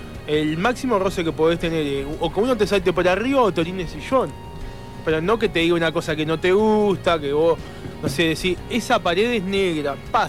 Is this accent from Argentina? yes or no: no; Uruguay; esa tranquilidad y esa educación que nos caracterizaba como uruguayos.